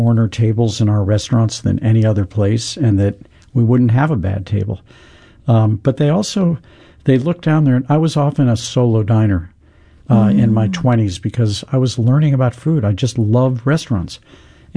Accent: St. Louis, Missouri, United States; moved away; also born or lived in New York City; when I grew up in St. Louis.

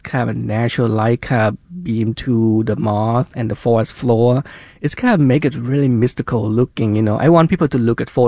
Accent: Thailand; Oh, yeah, that's an interesting story. You know, when I was a kid, I loved going out fishing.

